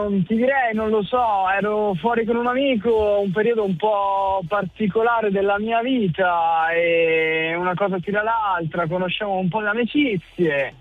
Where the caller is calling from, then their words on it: Veneto, Italy; Io sono dal Veneto, precisamente verso Padova.